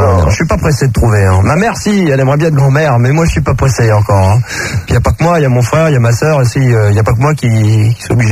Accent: Versailles, Île-de-France, France; born there; Je parie que t'es même pas allé à Versailles, toi. Je suis né aux Franciscaines, t'as qu'à y aller

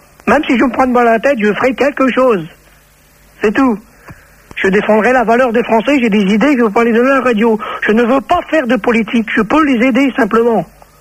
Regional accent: Normandy, France; Moi, je suis Nashville, Seine-Maritime.

